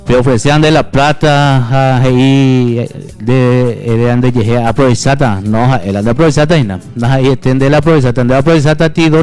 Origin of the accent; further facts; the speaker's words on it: Nueva Alborada, Itapúa, Paraguay; Yo por eso nací, me malcrié acá, en Alborada. Conozco como la palma de mi mano Alborada, cua por cua.